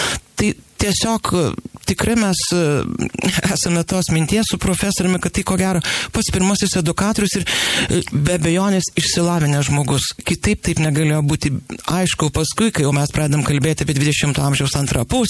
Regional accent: Aukštaitija, Lithuania; mes esame aukštaičiai

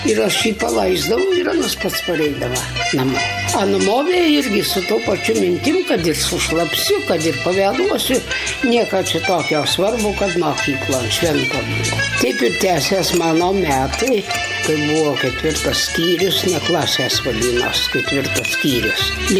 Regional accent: Užpaliai, Utena County, Lithuania; aš iš Užpalių

